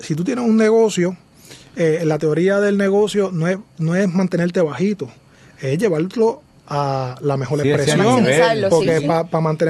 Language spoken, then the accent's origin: Spanish; San Sebastián, Puerto Rico; San Sebastián, mi pueblo natal.